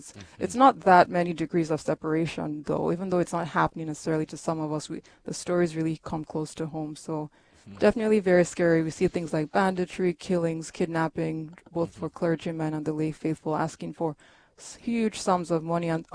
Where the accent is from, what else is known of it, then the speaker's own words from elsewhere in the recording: Lagos, Nigeria; born there; also born or lived in Abuja; So I was born in Lagos. That used to be the then capital of Nigeria, but then shortly after we moved, or right before we moved to Abuja, that Abuja then also became the capital of the country. So that's where my family is based.